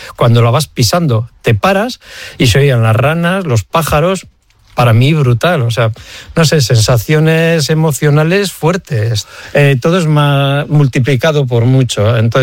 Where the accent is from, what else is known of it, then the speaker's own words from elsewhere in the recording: Basque Country, Spain; Los vascos siempre dejamos el listón muy alto, muy alto.